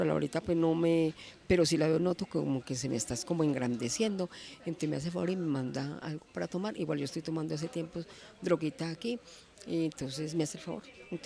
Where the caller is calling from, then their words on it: Santa Fe de Antioquia, Antioquia, Colombia; Soy de Santa Fe de Antioquia